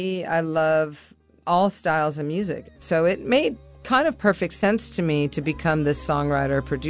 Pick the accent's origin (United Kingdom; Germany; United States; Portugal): Portugal; I'm from Portugal. My mother's born in Sao Paulo, Brazil.